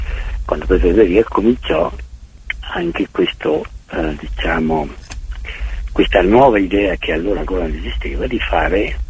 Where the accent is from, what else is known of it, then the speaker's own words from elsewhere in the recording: Venice, Veneto, Italy; now in Cortina d'Ampezzo, Italy; Noi proveniamo da Venezia